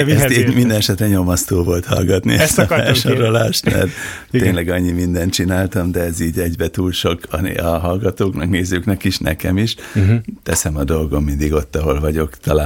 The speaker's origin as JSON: {"language": "Hungarian", "town": "Miskolc", "region": "Borsod-Abaúj-Zemplén", "country": "Hungary", "tie": "born there", "said": "50 éve, hogy az általános iskolás életünket befejeztük, ahol egy nagyon összetartó jó közösségünk volt Miskolcon"}